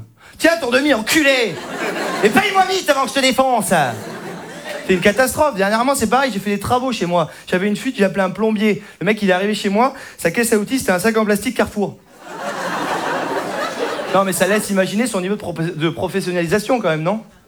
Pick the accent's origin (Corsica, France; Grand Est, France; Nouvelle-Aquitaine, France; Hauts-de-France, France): Nouvelle-Aquitaine, France; Saint-Émilion; je viens de Saint-Émilion.